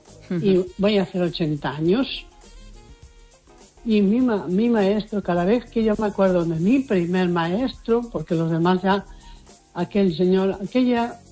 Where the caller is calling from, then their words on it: A Coruña, Galicia, Spain; de la Coruña.